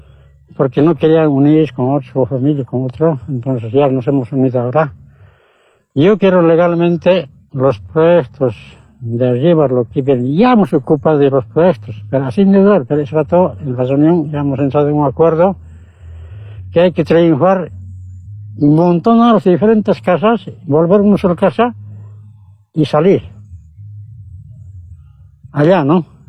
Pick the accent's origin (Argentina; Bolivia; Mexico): Bolivia; Oruro; moved away as an adult; now in Chapare, Bolivia; Yo soy de Oruro, Oruro no hay más aquí.